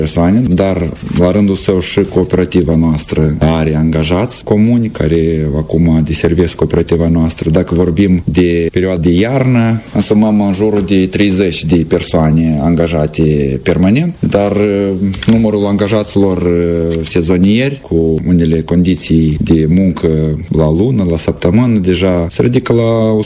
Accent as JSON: {"language": "Romanian", "country": "Moldova"}